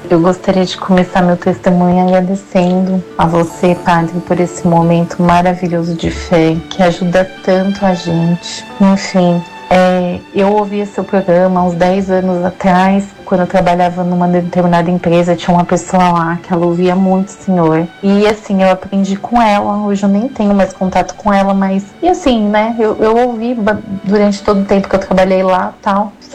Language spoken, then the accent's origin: Portuguese; Guarulhos, São Paulo, Brazil; eu sou de Guarulhos.